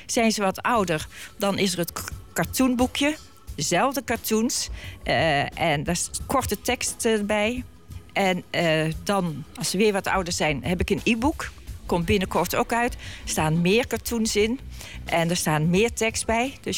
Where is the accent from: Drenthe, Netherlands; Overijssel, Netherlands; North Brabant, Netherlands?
North Brabant, Netherlands; Heusden; Want ik kom uit Heusden.